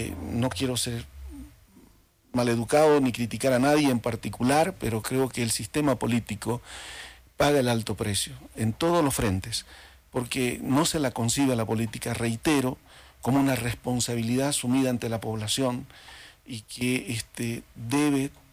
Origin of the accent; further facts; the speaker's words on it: Santa Cruz de la Sierra, Santa Cruz, Bolivia; also born or lived in La Paz; Adopté la cultura cruceña. Y es interesante la mezcla, porque mi padre es Camba, mi madre es Potosina, yo nací en La Paz, me crié en Santa Cruz.